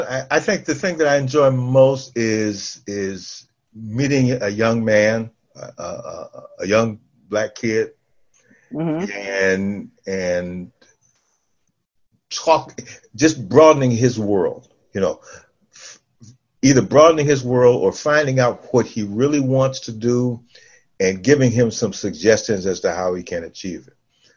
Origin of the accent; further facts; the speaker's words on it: Detroit, Michigan, United States; Growing up in Detroit, when I grew up in Detroit, your options, the things we wanted to do was to be good in sports or join Motown.